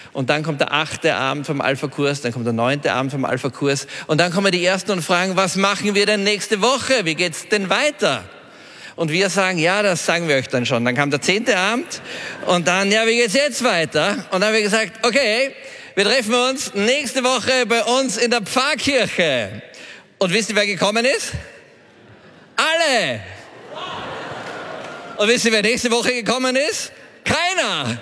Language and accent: German; Austria; now in Salzburg, Austria; Otto, ich bin der zweite Österreicher. Otto, wo bist du? Ah ja, Otto, ich bin auch aus Österreich. … bin Unternehmer in Salzburg